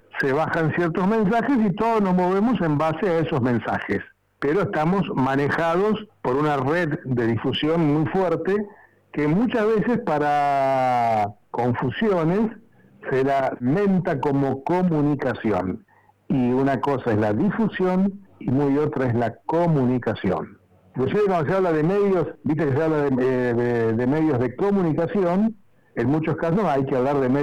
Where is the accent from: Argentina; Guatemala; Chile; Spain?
Argentina; Tres Lomas, Buenos Aires Province; now in Buenos Aires, Argentina; Yo soy de un pueblo muy chiquito, se llama Tres Lomas, está en el sudoeste de la provincia de Buenos Aires.